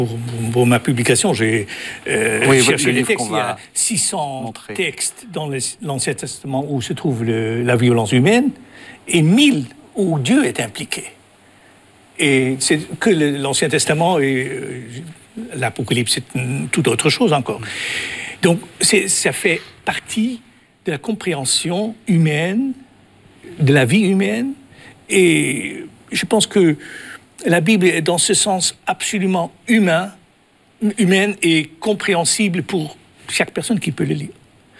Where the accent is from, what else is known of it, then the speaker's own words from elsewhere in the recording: Netherlands; first language Dutch; French is a second language; Il y a tout, oui, je suis néerlandais.